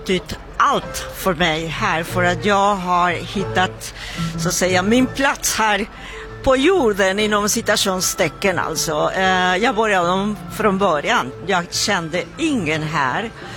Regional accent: Peru; now in Malmö, Sweden; Så jag ska åka till Peru med en grupp och visa mitt hemland med mina egna ögon.

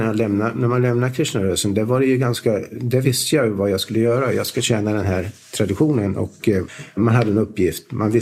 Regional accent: Sweden; Alltså, eftersom vi var infödda svenskar

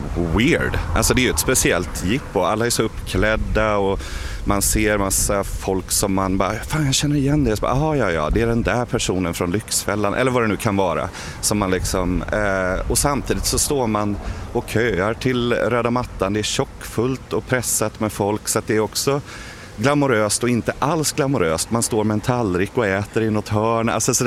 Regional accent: Kalmar, Kalmar County, Sweden; Jag är glad över att vara hemma i Kalmar.

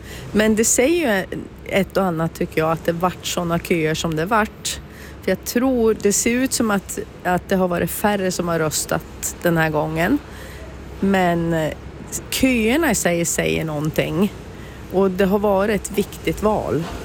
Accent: Orrviken, Jämtland County, Sweden; och jag kommer ifrån Orrviken som ligger i Östersunds kommun.

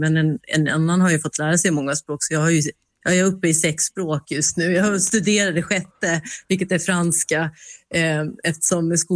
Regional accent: Sweden; Men jag är ju uppvuxen i Sverige och född här, så att jag, det är väldigt närvarande.

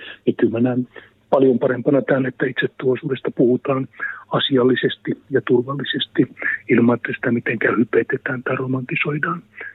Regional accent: North Savo, Finland; moved away; kun mä olen syntynyt Pohjois-Savossa

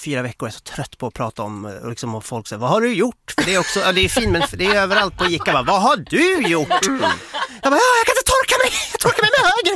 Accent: Stockholm, Stockholm County, Sweden; nej, jag är från Stockholm, jag är här på besök

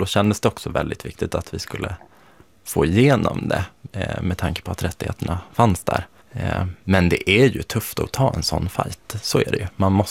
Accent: Sweden; För även då var jag ju väldigt öppen med att jag var same. För det var ju det är ju min identitet, så det pratade jag väldigt mycket om.

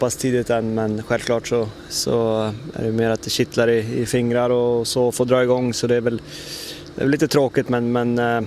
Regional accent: Umeå, Västerbotten County, Sweden; jag, Axel och Marcus Björk, vi är uppvuxna här på Teg, vi är, ja, men lövare sen vi föddes

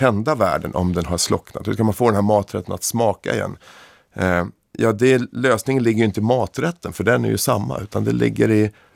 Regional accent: Stockholm County, Sweden; born or raised there

